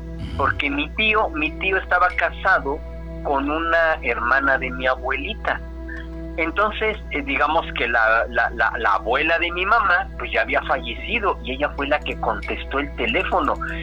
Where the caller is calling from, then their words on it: Mexico City, Mexico; De la Ciudad de México.